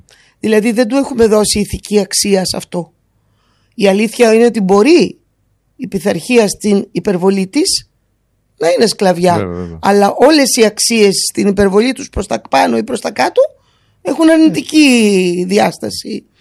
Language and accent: Greek; Greece; Είμαστε Έλληνες, έχει σημασία.